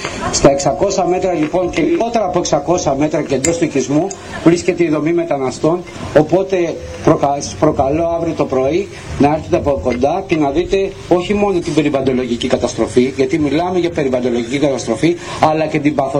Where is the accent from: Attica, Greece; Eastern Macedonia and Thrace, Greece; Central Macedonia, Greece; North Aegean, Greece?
North Aegean, Greece; Chios; βρίσκονται στο χωριό μου, βρίσκονται στην ακριτική Χίο